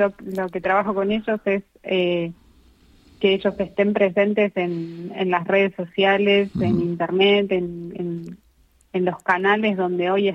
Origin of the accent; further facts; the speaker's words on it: Argentina; moved away as an adult; now in Las Palmas, Spain; primero soy argentina, no sé si se nota por cómo hablo.